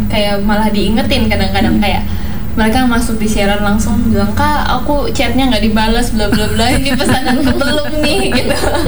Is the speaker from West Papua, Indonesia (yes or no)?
yes; Fakfak, West Papua, Indonesia; Ya, asli Fak-Fak sih. Ya, mama-papa dari dulu udah di Fak-Fak ya, Cik. Jadi, mau dibilang asli Fak-Fak ya asli Fak-Fak. Udah lahir besar di sini gitu kan. Kalau usianya aku 23.